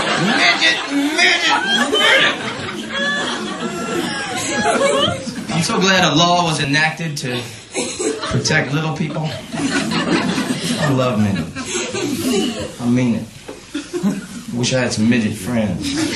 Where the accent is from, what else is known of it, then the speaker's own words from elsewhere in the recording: Orlando, Florida, United States; I'm originally from Florida, everybody.